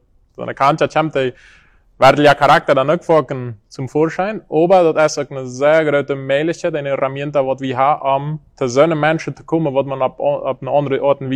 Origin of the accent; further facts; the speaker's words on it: Yalve Sanga, Boquerón, Paraguay; also born or lived in Filadelfia; Ich bin von Philadelphia, von Fernheim. Abgewachsen, den geraten Teil von meiner Kindheit in Yalvasanga verbracht. Meine Eltern waren da als Missionare, als Lehrer.